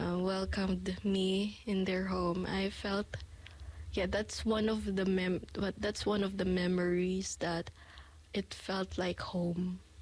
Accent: Philippines; moved away as an adult; now in New Zealand; I am living right now here in New Zealand, and my hometown is the Philippines

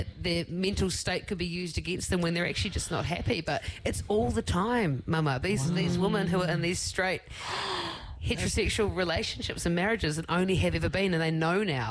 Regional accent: Dargaville, Northland, New Zealand; in Dargaville, my hometown, and did that for like the whole of sixth and then seventh form. And then just went straight on to like radio school in Wellington, and then just kept going after that.

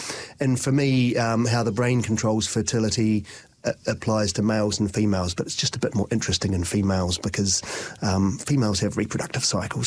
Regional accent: Christchurch, Canterbury, New Zealand; when I grew up in Christchurch

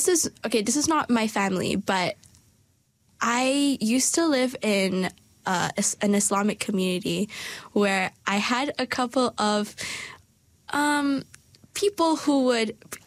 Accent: Malaysia; now in Dunedin, New Zealand; I'm 18 years old, and I come from Malaysia, and I go to Otago Girls High School.

